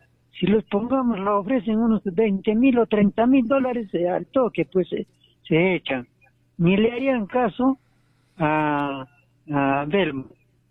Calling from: Peru

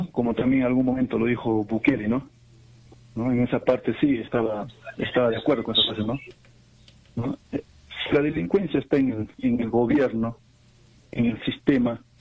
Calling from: Juliaca, Puno, Peru; de Juliaca.

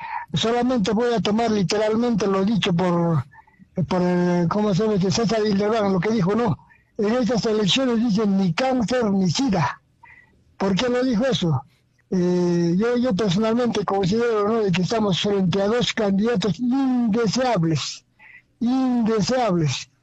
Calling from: Abancay, Apurímac, Peru; Estamos por la de Abancay

